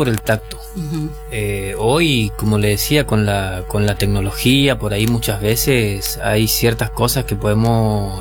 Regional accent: El Colorado, Formosa, Argentina; moved away; Yo soy del Colorado Formosa.

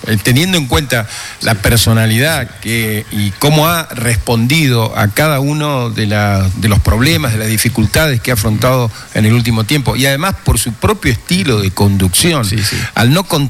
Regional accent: Argentina; lo que hemos vivido como argentinos.

